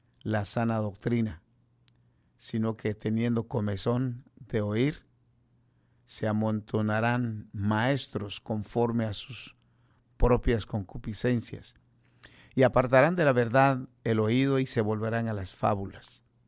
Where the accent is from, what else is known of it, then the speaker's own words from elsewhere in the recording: Guatemala; en mi país Guatemala